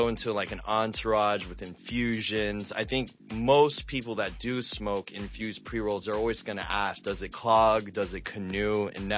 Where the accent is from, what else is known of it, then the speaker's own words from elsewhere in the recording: Southeast, United States; also born or lived in Korea; now in New York, United States; Yeah, exactly. So I bounced around. I picked up a lot, but mostly in the Southeast. And then when I moved to New York about 13 years ago, I knew I was home.